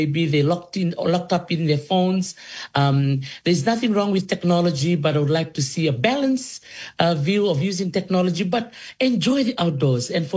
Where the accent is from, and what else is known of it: Dholisuva, Fiji; born or raised there; also born or lived in Kandavu